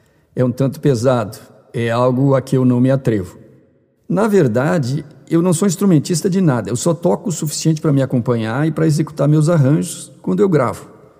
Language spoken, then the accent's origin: Portuguese; Rio Grande do Sul, Brazil; E nunca para a fronteira oeste, que curiosamente é de onde eu sou.